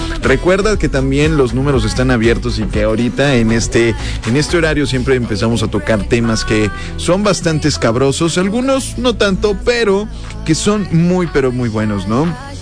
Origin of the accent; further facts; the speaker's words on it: Catemaco, Veracruz, Mexico; te dicen, oye, ¿de dónde eres? No, pues de Catemaco.